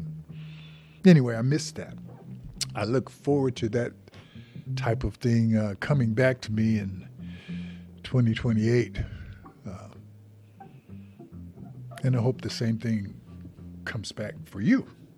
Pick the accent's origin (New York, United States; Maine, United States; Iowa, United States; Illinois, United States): Illinois, United States; Joliet; I was raised in Joliet, Illinois, some 50 miles south, kind of east of Chicago. I learned how to drive in Chicago.